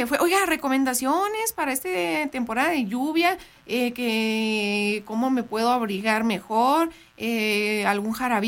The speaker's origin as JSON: {"language": "Spanish", "country": "Mexico", "said": "somos mexicanos, es nuestra identidad, es nuestra cultura, y hay que estar bien orgullosos de lo que somos."}